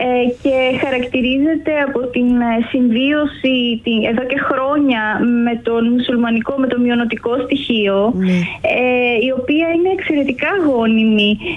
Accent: Xanthi, Eastern Macedonia and Thrace, Greece; born or raised there; also born or lived in Komotini / Alexandroupoli

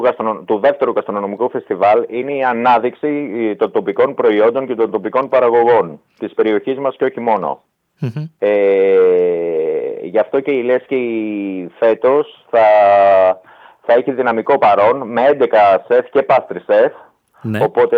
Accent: Greece; also born or lived in Italy / France; Εμείς σαν Έλληνες

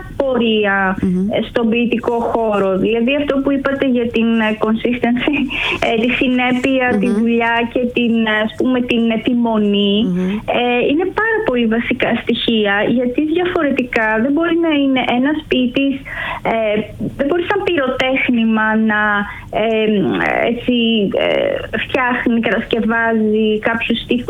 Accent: Xanthi, Eastern Macedonia and Thrace, Greece; born or raised there; also born or lived in Komotini / Alexandroupolis

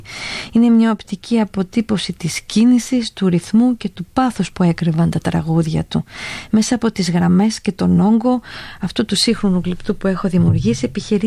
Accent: Trikala, Thessaly, Greece; now in London, United Kingdom; τώρα που είμαι λίγο περισσότερο χρόνο στην πόλη μας

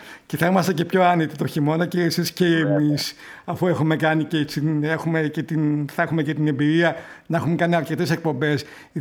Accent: Xanthi, Eastern Macedonia and Thrace, Greece; πρόκειται μια μπάντα από την πόλη της Ξάνθης, από την πόλη μου

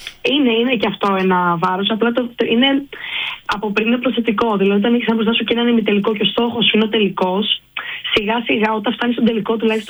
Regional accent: Australia; Λέμε, μου λέει στα αγγλικά επειδή είμαι Αυστραλέζα, today is the day.

